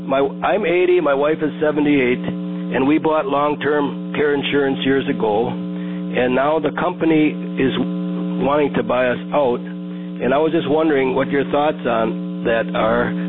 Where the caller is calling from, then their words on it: Merrill, Wisconsin, United States; from Merrill.